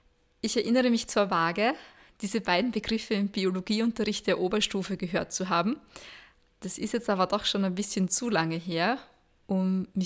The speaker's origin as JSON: {"language": "German", "country": "Austria", "said": "Ja, wie schaut das jetzt bei uns in Österreich aus? Laut der Aussage von Donald Trump voriges Jahr leben wir angeblich in Wäldern, alle Österreicher."}